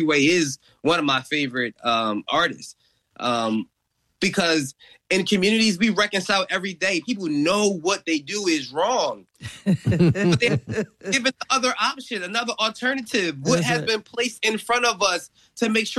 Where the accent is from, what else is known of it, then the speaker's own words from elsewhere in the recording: Philadelphia, Pennsylvania, United States; My grandmom lived at Johnson Homes for over 50 years. Right. That's where I was raised. I was raised in Johnson Homes.